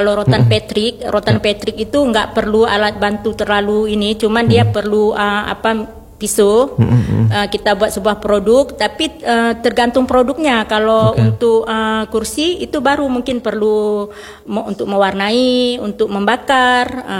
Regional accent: Aceh, Indonesia; Ada produk unggulnya di daerah kita Aceh, ada produk unggulnya itu tudung saji.

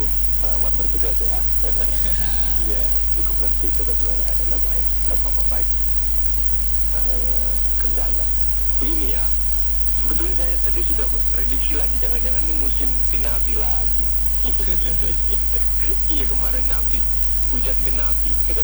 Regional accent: Samarinda, East Kalimantan, Indonesia; saya orang Samarinda nih. Yeah. Orang Kalimantan Timur, dengan adanya nanti ibu kota hingga sini, daerah kami terbuka

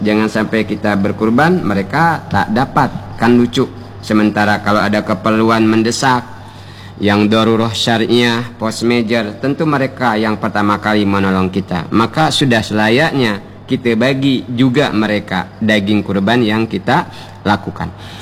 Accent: Bangka Belitung Islands, Indonesia; kalau kata kita orang Bangka

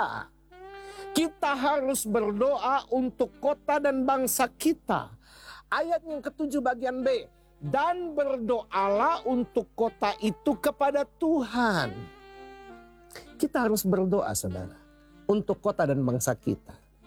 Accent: Indonesia

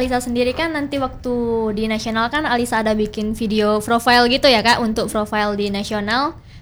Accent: Bengkulu, Indonesia; Kalau kita kan udah tahu ya orang Bengkulu

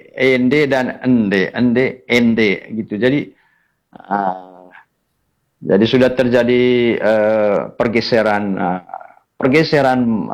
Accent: Manggarai, East Nusa Tenggara, Indonesia; sebagai orang Manggarai atau pelaku seni tradisional

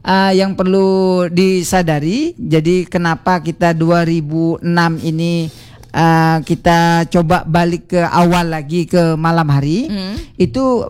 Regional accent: Kenanga, Indonesia; Jadi karena saya ini asli Kenanga, sudah mengikuti kepanitiaan sudah begitu lama ya, Mbak Reta ya.

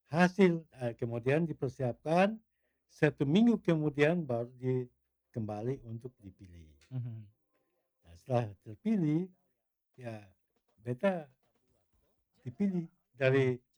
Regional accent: East Nusa Tenggara, Indonesia

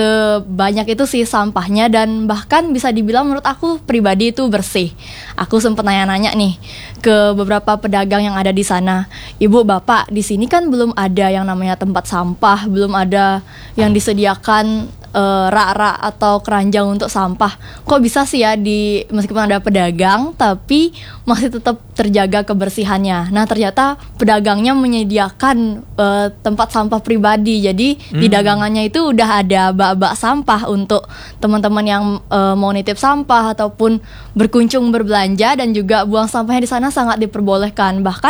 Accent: Singaraja, Bali, Indonesia; kita sebagai warga Singaraja

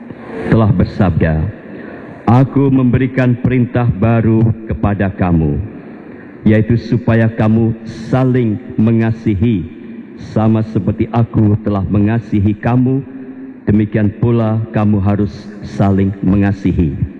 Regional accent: Temanggung, Central Java, Indonesia; also born or lived in Yogyakarta; Saya numpang lahir di Jogja, tetapi kemudian orang tua pindah ke Jawa Tengah, ke Temanggung. Saya orang Jogja kota dekat Malioboro.

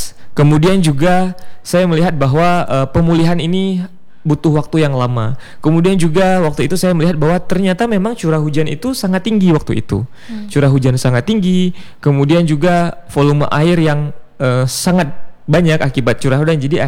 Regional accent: Cot Girik, Aceh, Indonesia; kita juga buat community empowerment di desa saya. Di Aulahop, Cot Girik, Kabupaten Aceh Utara.

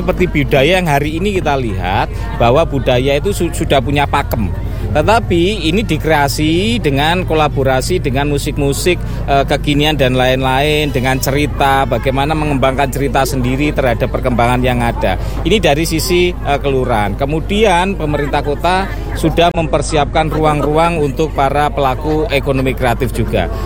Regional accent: Madiun, East Java, Indonesia; kita sebagai warga Kota Madiun

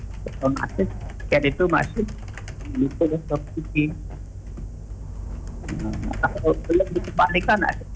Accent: Buleleng, Bali, Indonesia; born there; saya lahir di Buleleng, sampai ya dapat mengalami 3 tahun di Buleleng. Dulu saya dari tahun 8 sampai 2017.

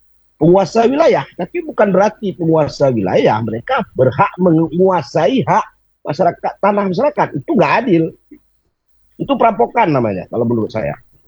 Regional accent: Aceh, Indonesia; Kami Aceh Barat juga kan gitu.

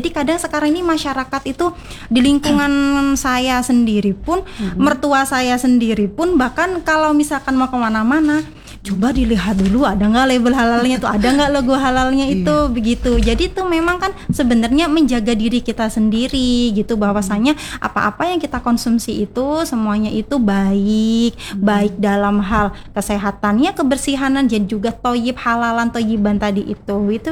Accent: Java, Indonesia; now in Kalimantan, Indonesia; saya secara pribadi Muslim gitu, apalagi saya kan orang Jawa, datang ke Kalimantan

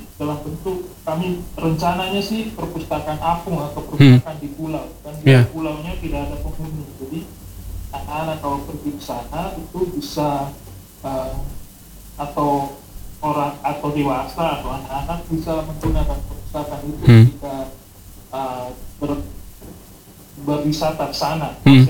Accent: East Nusa Tenggara, Indonesia; Saya asli Flores Timur

